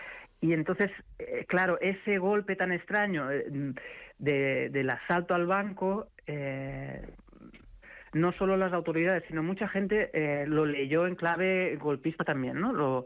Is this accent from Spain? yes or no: yes; Barcelona, Catalonia, Spain; born there; yo soy de Barcelona, pero yo soy de un barrio de montaña, que me gustan más que los barrios de playa